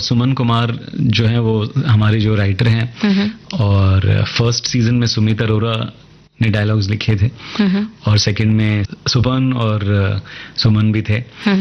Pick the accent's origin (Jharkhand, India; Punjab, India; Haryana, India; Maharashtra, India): Maharashtra, India; Mumbai; मैं मुंबई में पला बड़ा हूँ, मराठी बोल लेता हूँ।